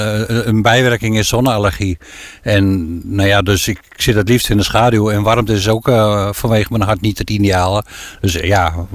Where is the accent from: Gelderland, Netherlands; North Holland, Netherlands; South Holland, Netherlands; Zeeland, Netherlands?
North Holland, Netherlands; Haarlem; now in Tytsjerk, Netherlands; Nou, wij komen bij Tietjerkweg, dus we zijn Fries. Maar ik ben opgegroeid in Haarlem, dus het Fries is nog niet mijn eigen.